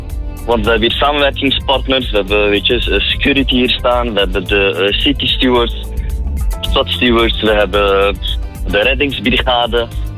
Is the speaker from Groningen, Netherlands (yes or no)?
no; Rotterdam, South Holland, Netherlands; born there